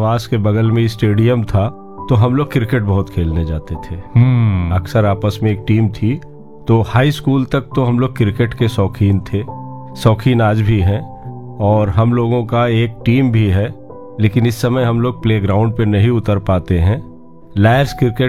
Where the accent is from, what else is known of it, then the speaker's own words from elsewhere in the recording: Ikauna, Uttar Pradesh, India; also born or lived in Sahabganj railway housing (birthplace); मूलतः मैं श्रावस्ती डिस्ट्रिक्ट से बिलोंग करता हूँ। श्रावस्ती जिले में इकौना तहसील में कस्बे में मेरा पैतृक आवास है